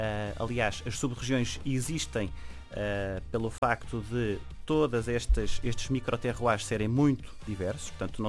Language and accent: Portuguese; Mêda, Norte, Portugal; Eu sou de uma região, sou da Meda, do Douro Superior, onde, de facto, o sustento económico e social girou sempre à volta da agricultura, e em especial da produção de vinho.